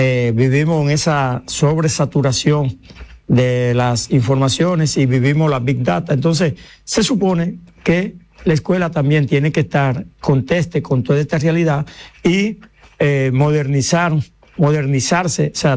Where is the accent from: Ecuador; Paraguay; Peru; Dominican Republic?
Dominican Republic; Santo Domingo Este, Santo Domingo; Nosotros somos de Santo Domingo Este.